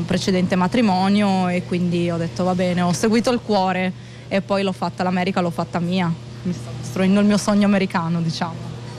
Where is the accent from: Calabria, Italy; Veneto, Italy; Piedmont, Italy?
Veneto, Italy; Vicenza; moved away as an adult; also born or lived in Maryland, United States; now in United States; io sono vicentina, nata vicino a Venezia, nata sempre a Sottomarina, Jesolo, il mare, la mia vita